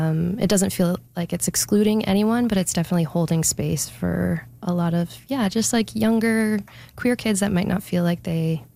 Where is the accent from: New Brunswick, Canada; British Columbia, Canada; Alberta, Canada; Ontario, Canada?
New Brunswick, Canada; Fredericton; now in Saint John, Canada; I mean, I grew up in Fredericton, but I have lived the last few years in St. John, and I really feel a pretty deep connection to the St. John music scene.